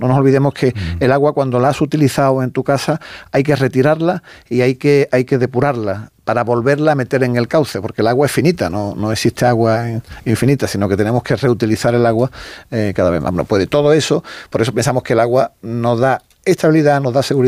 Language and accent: Spanish; Spain